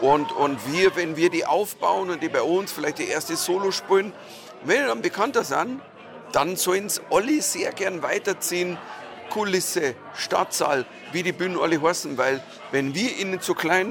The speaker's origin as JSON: {"language": "German", "region": "Bavaria", "country": "Germany", "moved": "yes", "lives_now": "Vienna, Austria", "said": "ich nicht komme als Deutscher, der die Österreich belehren will, sondern ich komme als A, auch als Bayer."}